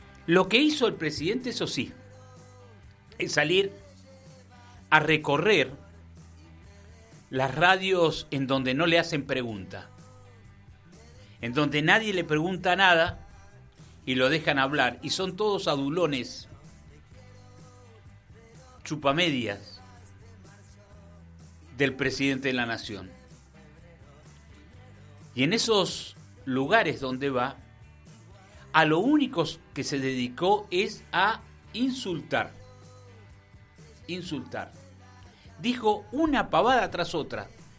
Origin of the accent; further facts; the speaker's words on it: Argentina; lo que tendríamos que hacer como argentino